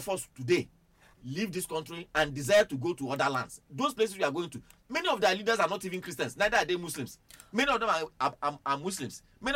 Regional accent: Nigeria; Today, I'm aware, I'm a Nigerian, so I cannot tell you, I can't shy away from it

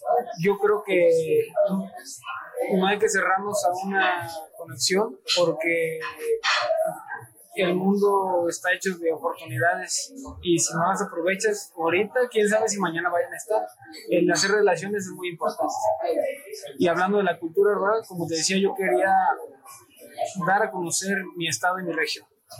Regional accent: Puebla, Mexico; Esa identidad de decir, sabes que soy poblano, sí.

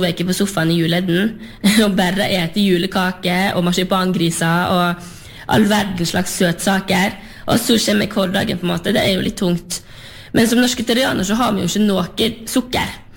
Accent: Sørheim, Vestland, Norway; som jeg kommer jo selv ifra Lerigard på Sørheim, og jeg ser hva store ringvirkninger landbruket har i et lokalsamfunn

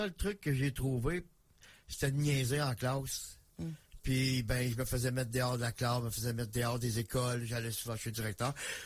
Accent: Montreal, Quebec, Canada; Donc, je suis né à Montréal. Je viens de Montréal, mais j'ai grandi à Pierrefonds, dans l'Ouest Island. Donc, c'est là que j'ai vécu ma jeunesse.

